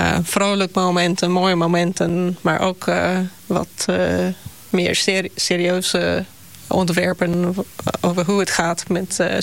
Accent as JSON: {"language": "Dutch", "country": "South Africa", "moved": "as an adult", "lives_now": "Netherlands", "said": "Vanwege dat ik uit Zuid-Afrika kom. Ik werkte vroeger in een wilde reservaat in Zuid-Afrika."}